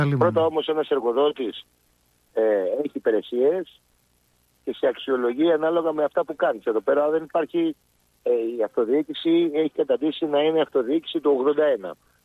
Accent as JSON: {"language": "Greek", "town": "Piraeus", "region": "Attica", "country": "Greece", "said": "Εγώ, επειδή είμαι από τον Πειραιά και είμαι νοικιώτης"}